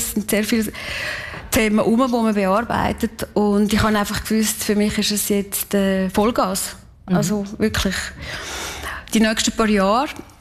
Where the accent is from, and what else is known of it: Kaltbrunn, St. Gallen, Switzerland; born or raised there